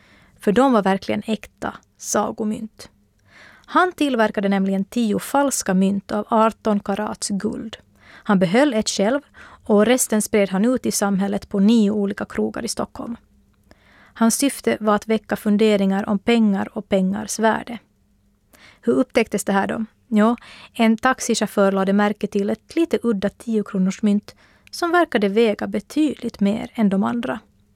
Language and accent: Swedish; Finland; När jag var liten och bodde i Finland så var jag lite fascinerad av det svenska 10-kronorsmyntet.